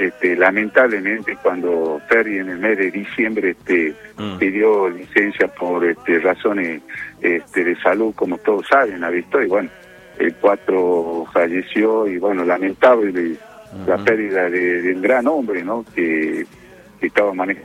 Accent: Salta, Argentina; lo sintamos todos los salteños, como salteños lo estoy hablando

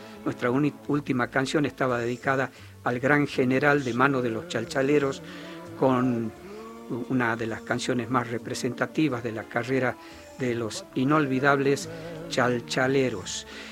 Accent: Salta, Argentina; como salteños, como argentinos

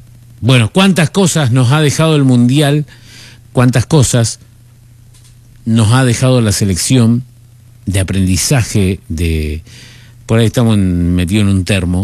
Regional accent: Argentina; nosotros mismos como ciudadanos argentinos

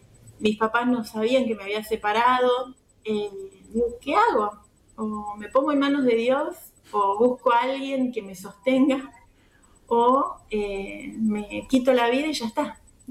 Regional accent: Alejo Ledesma, Córdoba, Argentina; Bueno, soy de un pueblito del interior de Córdoba, que se llama Alejo Ledesma.

